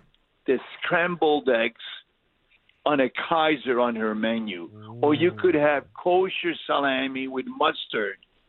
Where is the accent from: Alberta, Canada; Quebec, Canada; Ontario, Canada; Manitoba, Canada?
Ontario, Canada; Toronto; But when I was a kid, growing up in Kensington Market